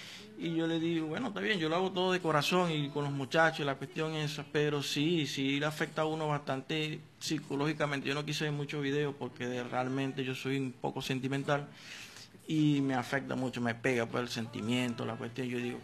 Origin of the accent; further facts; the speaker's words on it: Venezuela; somos venezolanos todos